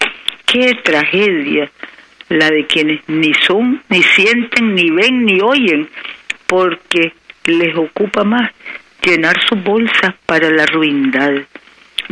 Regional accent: Nicaragua

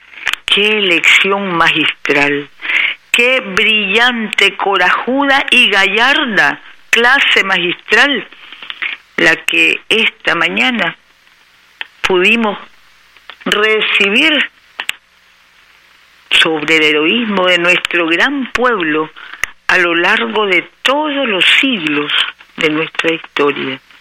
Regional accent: Nicaragua; cuánto orgullo el nuestro de ser verdaderos nicaragüenses patrióticos

